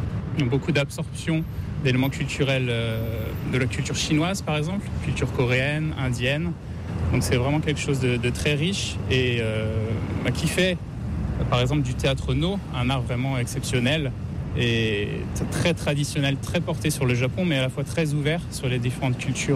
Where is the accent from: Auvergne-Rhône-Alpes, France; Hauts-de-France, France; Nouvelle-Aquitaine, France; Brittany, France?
Brittany, France; Lorient; la Bretagne, je suis de Lorient, la cité aux multiples ports, qui a été un des points d'ancrage de la route des Indes à l'époque